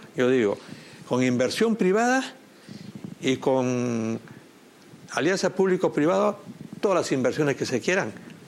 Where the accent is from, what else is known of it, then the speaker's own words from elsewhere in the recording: Lima, Peru; born there; Pero yo nací en el RIMAC.